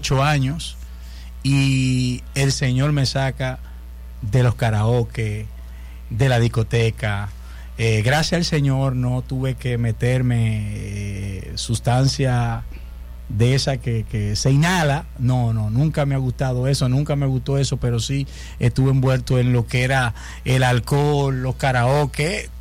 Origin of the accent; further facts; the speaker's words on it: Dominican Republic; moved away; donde yo vengo, a donde yo me crié, yo soy batellero.